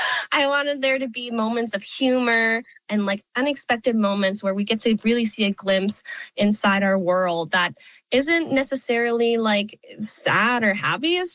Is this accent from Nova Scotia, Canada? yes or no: yes; Halifax, Nova Scotia, Canada; I grew up here in Halifax. My parents own Star Anise Vietnamese noodles, and I spent my entire life in this community